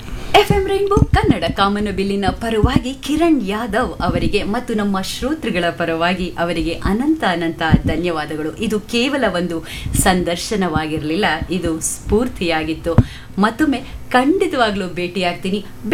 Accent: Bengaluru, Karnataka, India; ನಾವು ಬೆಂಗಳೂರಿನವರು

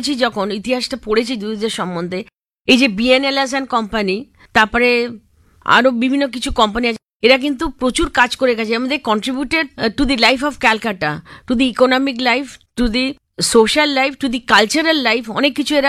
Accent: India; আমি যেহেতু ভারতীয়

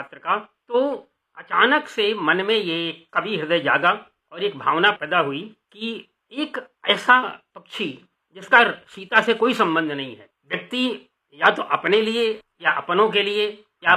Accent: Pratapgarh, Uttar Pradesh, India; मैं मूल रूप से प्रतापगढ़ जिले का निवासी हूँ, उत्तर प्रदेश से, और मेरी साहित्यिक यात्रा वहीं से प्रारंभ हुई।

